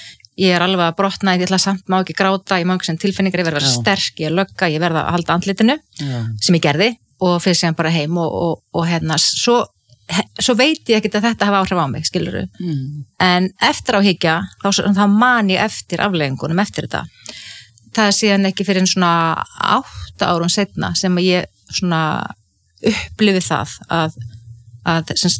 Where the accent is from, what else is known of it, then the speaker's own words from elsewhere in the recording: Ísafjörður, Westfjords, Iceland; ég óttaðist sjóin sem kannski líka tengist því að ég alveg upp á Ísafirði þar sem voru tíð sjóslis og menn drukknuðu